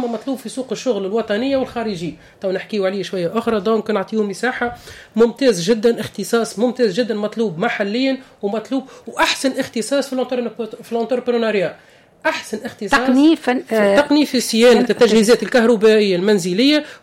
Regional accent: Tunisia; اللي عندنا في تونس توا احنا في القلعه الكبيره

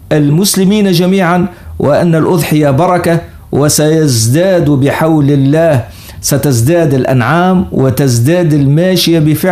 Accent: Tunisia; ونحمد الله أن جينا من تونس وليس من بلاد أخرى.

